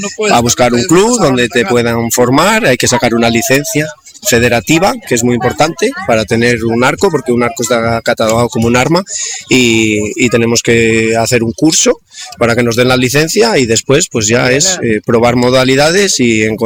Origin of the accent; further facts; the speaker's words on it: Cantabria, Spain; Yo que por ejemplo somos de Cantabria, tenemos la campeona de España de esta modalidad